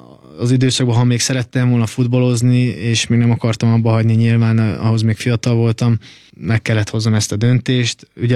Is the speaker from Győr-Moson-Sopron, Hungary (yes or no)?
yes; Győr, Győr-Moson-Sopron, Hungary; győri vagyok